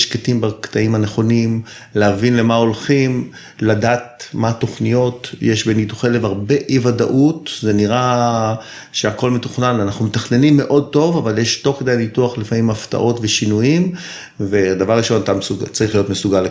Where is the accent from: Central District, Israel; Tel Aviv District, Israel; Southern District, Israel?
Tel Aviv District, Israel; Tel Aviv; now in Zikhron Ya'akov, Israel; אני תל אביבי במקור, גר היום בזיכון בן 56